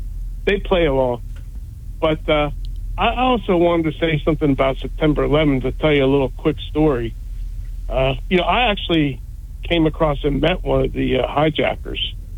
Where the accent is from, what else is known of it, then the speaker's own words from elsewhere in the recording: New Jersey, United States; I said, I'm from Jersey.